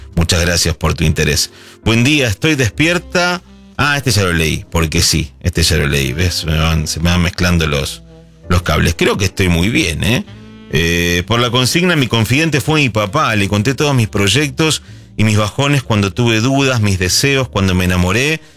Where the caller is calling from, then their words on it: Paraná, Entre Ríos, Argentina; de Paraná, acá en la ciudad desierta, mucho frío